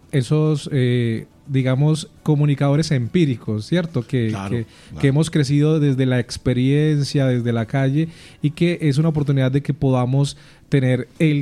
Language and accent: Spanish; Colombia